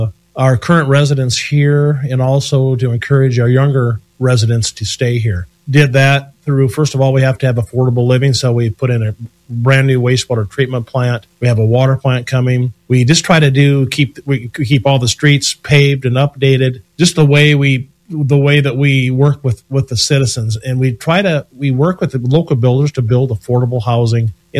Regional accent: South Sioux City, Nebraska, United States; also born or lived in Akron, Iowa, United States; I was born in Akron, Iowa. I've lived in South Sioux City for the last 50-some years.

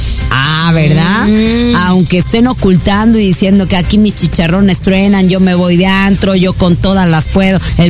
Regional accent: Guadalajara, Jalisco, Mexico; Nosotras somos las tapatías que importaron desde Guadalajara, Guadalajara, Jalisco, México.

